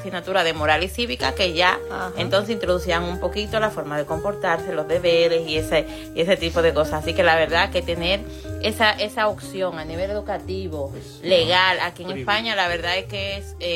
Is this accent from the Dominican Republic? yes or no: yes; Dominican Republic; porque yo que vengo de República Dominicana, allí creo que antes, cuando yo estudiaba, había una asignatura que se llamaba religión